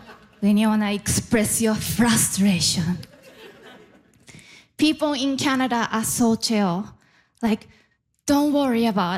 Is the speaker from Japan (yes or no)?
yes; Japan; Nice to meet you. I am originally from Japan.